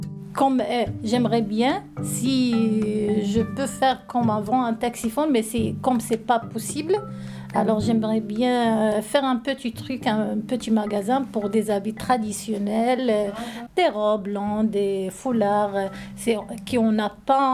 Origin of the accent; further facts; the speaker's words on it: Morocco; Je suis une Marocaine, mariée à Gourouillé. J'ai 3 enfants.